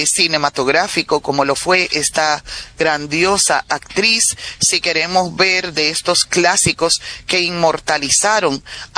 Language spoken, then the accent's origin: Spanish; Santiago de los Caballeros, Santiago, Dominican Republic; nosotros como dominicanos y santiagueros